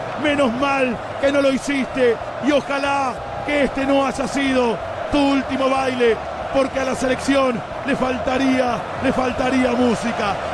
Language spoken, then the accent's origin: Spanish; Argentina; Somos argentinos